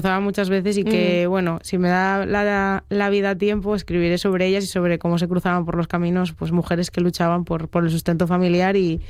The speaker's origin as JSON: {"language": "Spanish", "region": "Asturias", "country": "Spain", "said": "aunque esté metida como muchos asturianos y asturianas en procesos de oposición ahora a finales de curso"}